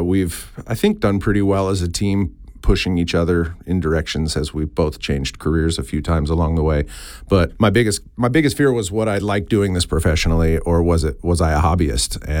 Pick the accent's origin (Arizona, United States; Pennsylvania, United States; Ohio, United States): Arizona, United States; Tina and I grew up in Arizona.